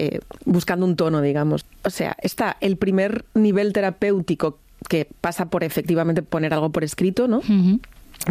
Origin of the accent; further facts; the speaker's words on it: Madrid, Community of Madrid, Spain; Yo soy de Madrid, pero mis padres son de Extremadura. Bueno, mis abuelos maternos eran de Cuenca, los paternos de Extremadura.